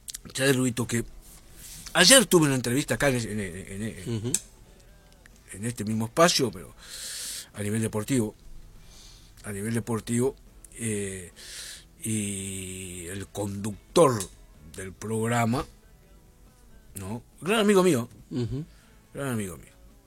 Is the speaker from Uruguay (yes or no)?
yes; Artigas, Uruguay; also born or lived in Rivera; yo soy de la Cuaró, o sea, la gente de la Cuaró es así, somos cuchilleros